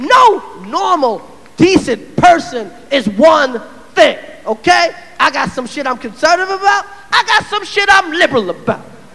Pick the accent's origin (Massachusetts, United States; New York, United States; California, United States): New York, United States; Brooklyn; ain't scared of Al-Qaeda. I'm from Brooklyn.